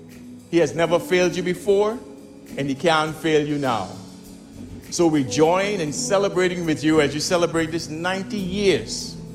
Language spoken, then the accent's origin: English; Providenciales, Turks & Caicos Islands; as a little boy growing up in Wheeling and Blue Hills